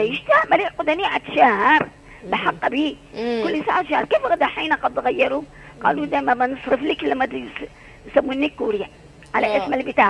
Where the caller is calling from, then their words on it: Aden, Yemen; عندنا في عدن